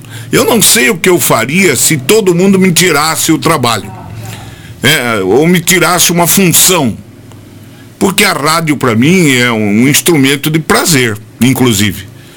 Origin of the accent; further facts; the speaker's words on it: Brazil; Porque Rafar nunca teve rádio. E eu queria uma rádio na minha cidade natal.